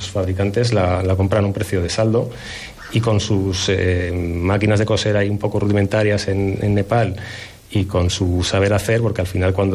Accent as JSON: {"language": "Spanish", "town": "Zaragoza", "region": "Aragon", "country": "Spain", "said": "aunque yo no soy realmente de Jaca, pero bueno, soy de Zaragoza, pero mi abuela nació en Canfranc y tenemos pues muchos lazos con Jaca, pues porque veníamos en familia a veranear aquí desde siempre"}